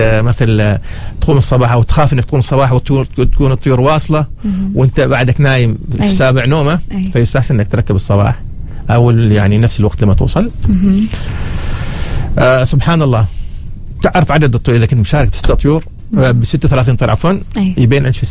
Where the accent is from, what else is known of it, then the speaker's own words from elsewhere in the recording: Oman; السباقات المحليه نحن عندنا في عمان